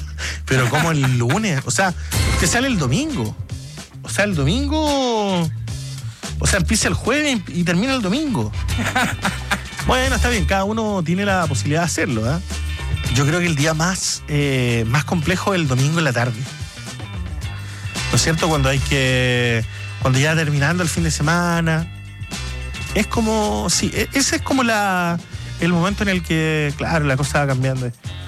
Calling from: Maule, Chile; Hola, Bio … de Maule, de la región del Maule, Viña Doña Antonia.

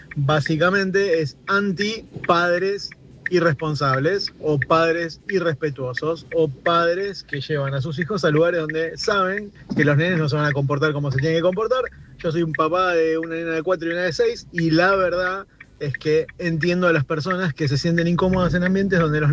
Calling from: Wilde, Buenos Aires Province, Argentina; de Wilde les habla.

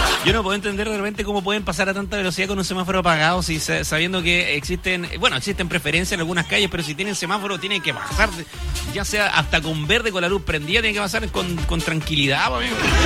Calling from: Temuco, Araucanía, Chile; Mira, somos de Costanera 1. Saludos acá en Temuco.

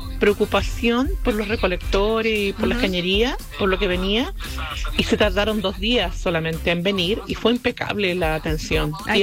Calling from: Santiago, Santiago Metropolitan Region, Chile; Hola, yo vivo en Pudahuel

